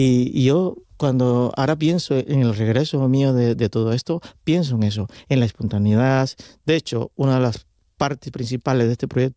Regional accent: Cuba; moved away as an adult; now in Spain; Yo nativo soy de Cuba.

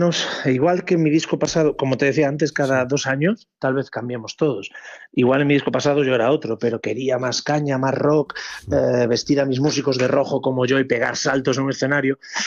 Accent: Galicia, Spain; moved away; Pero América Latina, Latinoamérica es algo que donde me siento en casa como buen gallego migrante.

